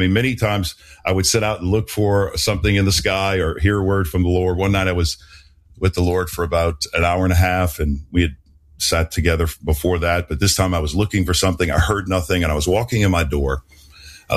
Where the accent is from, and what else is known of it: New Orleans, Louisiana, United States; born or raised there